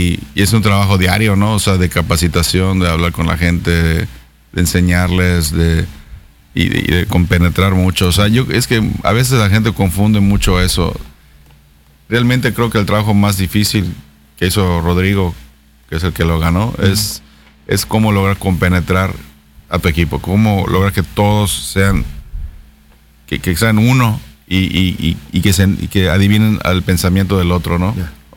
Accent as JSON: {"language": "Spanish", "region": "Yucatán", "country": "Mexico", "said": "me enorgullezco de como yucateco, de dónde estoy"}